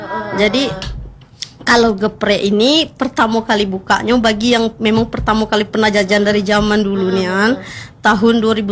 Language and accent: Indonesian; West Sumatra, Indonesia; now in Bengkulu, Indonesia; Kami ini adalah aslinya orang Minang